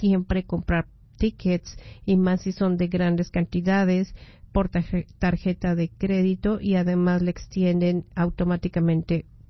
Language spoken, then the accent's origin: Spanish; Mexico; yo soy mexicana y hoy juega mi México